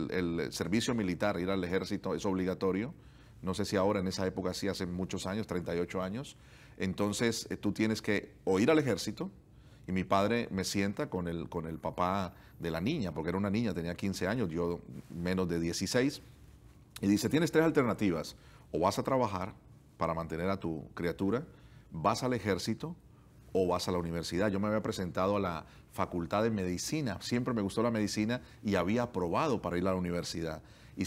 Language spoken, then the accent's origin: Spanish; Colombia; En Colombia, soy de Colombia